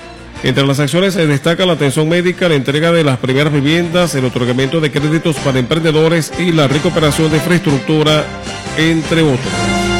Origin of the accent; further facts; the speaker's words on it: Venezuela; lo que nosotros realmente nos merecemos como venezolanos.